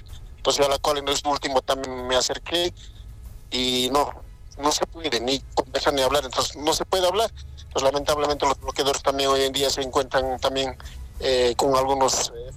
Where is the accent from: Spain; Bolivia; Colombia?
Bolivia; now in Potosí, Bolivia; Como boliviano y también como persona trabajador.